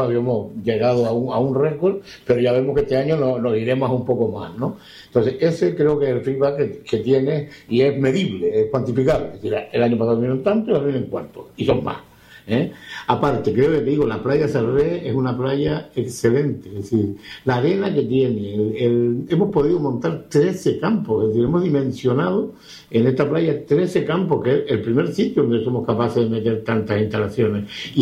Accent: Canary Islands, Spain; y mire que vengo de un sitio de playa, vengo de Canarias, pero con playa como esta pocas he visto, sinceramente lo digo.

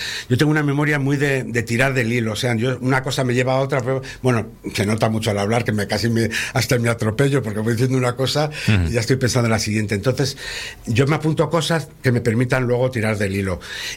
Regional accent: León, Castile and León, Spain; born there; yo nací en León porque casualmente en aquella época mi madre sacó unas cátedras y eligió León y mi padre siguió a mi madre

